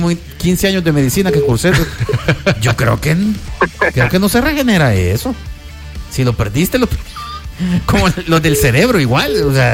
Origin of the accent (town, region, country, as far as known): El Salvador